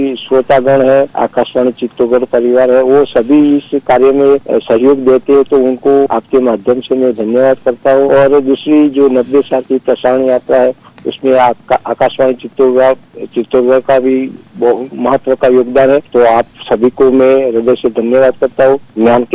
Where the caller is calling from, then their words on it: Patan district, Gujarat, India; मेरे गांव का नाम डेर, तहसील जिला पाटन, गुजरात से।